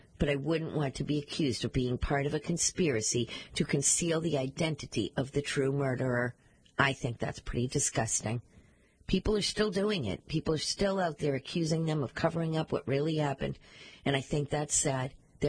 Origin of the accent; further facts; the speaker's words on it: Brockton, Massachusetts, United States; I grew up in Brockton. I always, everywhere I go, I'm proud of being from Brockton, and I wouldn't be where I am today without having grown up in Brockton the way that I did.